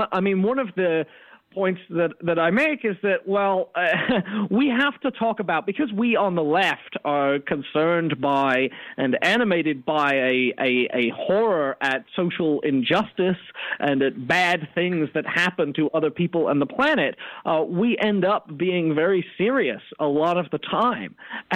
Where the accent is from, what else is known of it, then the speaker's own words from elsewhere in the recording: Sarasota, Florida, United States; I grew up in Sarasota, Florida